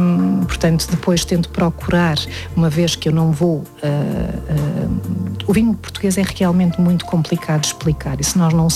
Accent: Portugal; moved away; quando lá cheguei, isto em 2010, tinha os masters todos a dar-nos, não é, as aulas, a explicar, e eu vinha de Portugal

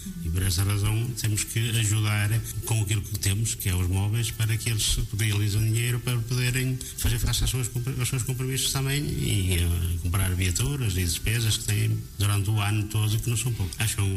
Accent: Rebordosa, Norte, Portugal; Sou de Robordosa

